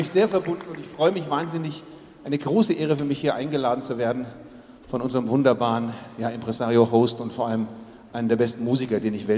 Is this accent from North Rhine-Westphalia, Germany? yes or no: no; Erlangen, Bavaria, Germany; also born or lived in Nuremberg; so viele Menschen in meiner Heimat Franken. Ich bin zwar in Erlangen, aber ich habe auch in Nürnberg gelebt.